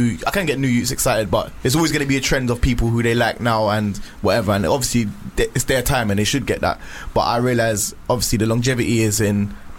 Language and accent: English; London, United Kingdom